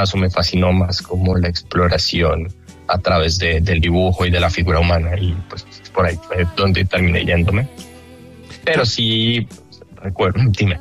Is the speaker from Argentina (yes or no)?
no; Colombia; now in United States